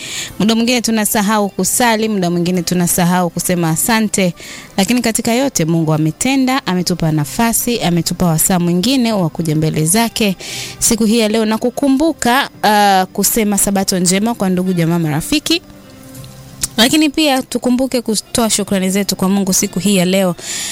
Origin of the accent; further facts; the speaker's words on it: Kigoma, Tanzania; now in Dar es Salaam, Tanzania; Wale wa Kigoma kule kwetu